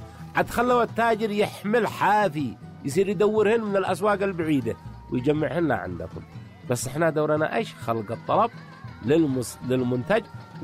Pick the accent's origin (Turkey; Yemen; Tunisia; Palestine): Yemen; الذي عندنا في القرية، الذي عندنا في السوق الشعبي، الذي عندنا في عواصم المحافظات، والذي عندنا في صنعاء